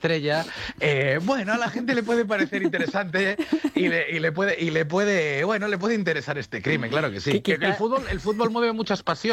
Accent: Vigo, Galicia, Spain; born there; now in Madrid, Spain; que yo vivo en Madrid y nací en Vigo, son dos ciudades que conozco a la perfección.

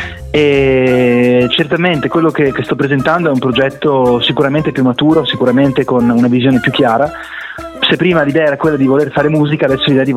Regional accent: Venice, Veneto, Italy; io sono di Venezia Mestre

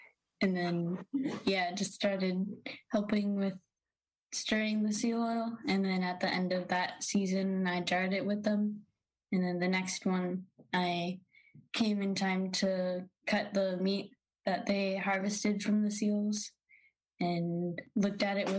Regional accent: Kotzebue, Alaska, United States; also born or lived in Nome / Washington; So I grew up in Kotzebue and Nome and lived in Washington for a little bit.

